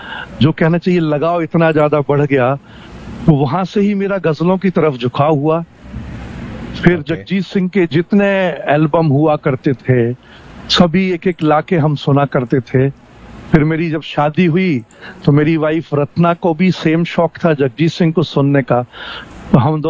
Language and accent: Hindi; Jabalpur, Madhya Pradesh, India; मैं जबलपुर का रहने वाला हूँ। जबलपुर मध्य प्रदेश में आता है, एंड जबलपुर बहुत फेमस है भेड़ा घाट के लिए